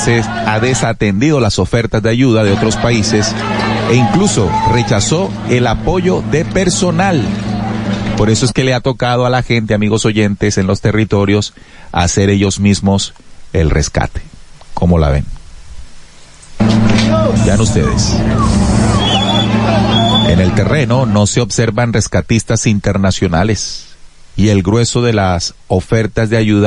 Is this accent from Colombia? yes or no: yes; Colombia